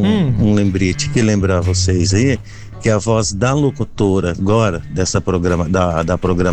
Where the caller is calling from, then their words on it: Bela Vista do Paraíso, Paraná, Brazil; Somos aqui da cidade de Bela Vista do Paraíso.